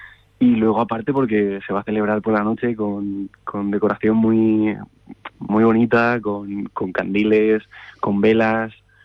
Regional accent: Liétor, Castilla-La Mancha, Spain; born there; de mi pueblo, de Lietor.

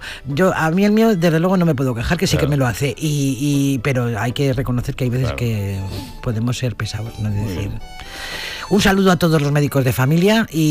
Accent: La Puebla de Montalbán, Castilla-La Mancha, Spain; born or raised there

